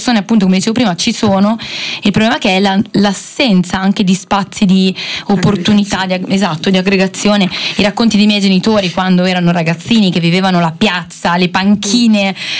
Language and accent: Italian; Saronno, Lombardy, Italy; born there; moved away; io me ne sono andata da Saronno